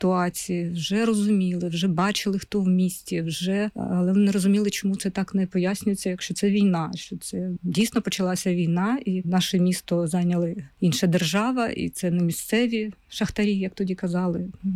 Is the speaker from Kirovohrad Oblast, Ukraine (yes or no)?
no; Kurakhove, Donetsk Oblast, Ukraine; Я народилась в невеличкому містечку Курахове. Там же поруч закінчила школу, але навчалася вже у місті Донецьк, яке було поруч з нами.